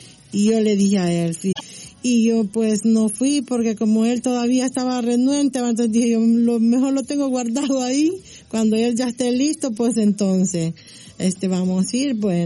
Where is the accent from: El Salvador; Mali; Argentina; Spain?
El Salvador; now in Washington, United States; yo soy del Salvador y pues nos conocimos con mi esposo allá y nos conocimos aquí.